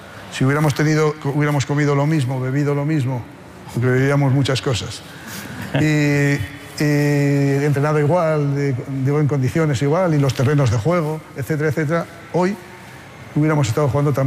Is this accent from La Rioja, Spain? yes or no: yes; Haro, La Rioja, Spain; yo en mi pueblo, en Aro, en La Rioja, era del Athletic Club de Bilbao, como aficionado.